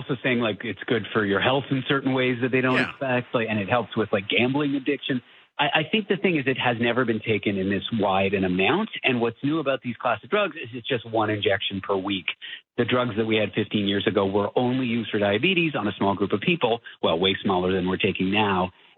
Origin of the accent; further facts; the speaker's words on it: Toronto, Ontario, Canada; I'm from Toronto.